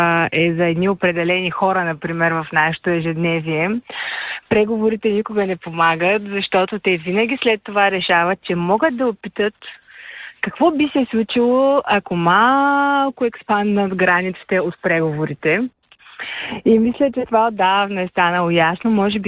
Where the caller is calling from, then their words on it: Varna, Varna Province, Bulgaria; Може, не аз съм си от Варна обаче.